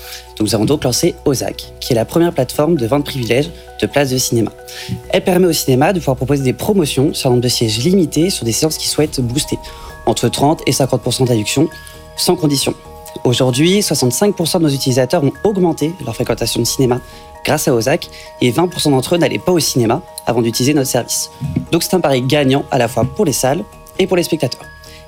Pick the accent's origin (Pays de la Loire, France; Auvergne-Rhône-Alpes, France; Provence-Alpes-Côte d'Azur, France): Pays de la Loire, France; Nantes; Non, on a commencé avec Nantes, parce que nous, on est Nantais.